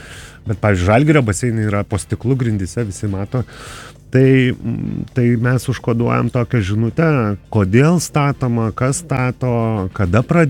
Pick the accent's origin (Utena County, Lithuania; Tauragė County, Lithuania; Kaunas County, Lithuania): Kaunas County, Lithuania; Kaunas; bet kaip kaunietis, ne kaip darbuotojas